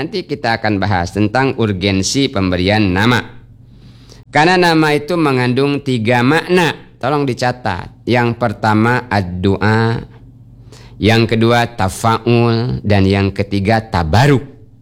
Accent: Bangka Belitung Islands, Indonesia; kita orang Bangka

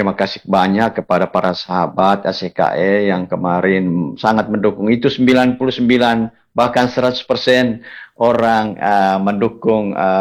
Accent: Manggarai, East Nusa Tenggara, Indonesia; sebagai orang Manggarai atau pelaku seni tradisional

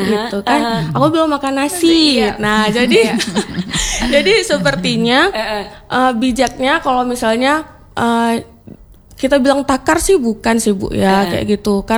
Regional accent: Aceh, Indonesia; kita orang Aceh

